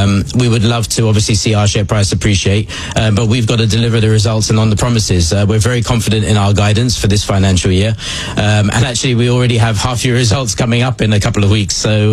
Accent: London, United Kingdom; I'm from London.

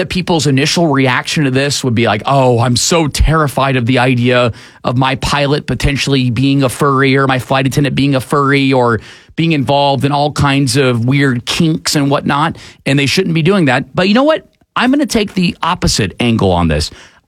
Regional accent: Atlanta, Georgia, United States; Now, growing up in Atlanta, we had giant pandas for a long time.

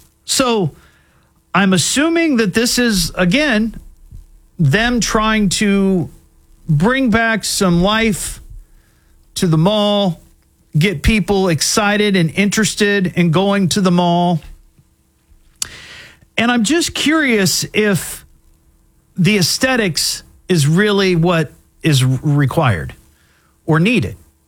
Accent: Beavercreek, Ohio, United States; I grew up in Beaver Creek

